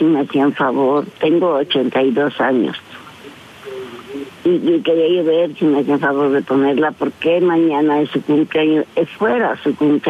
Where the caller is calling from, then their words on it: Nicolás Romero, State of Mexico, Mexico; Del Estado de México, de Nicolás Romero.